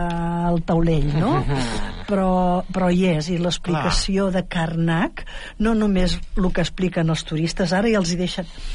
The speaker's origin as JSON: {"language": "Catalan", "town": "La Gornal", "region": "Catalonia", "country": "Spain", "moved": "as an adult", "lives_now": "El Vendrell, Spain", "said": "jo soc de la Gornal"}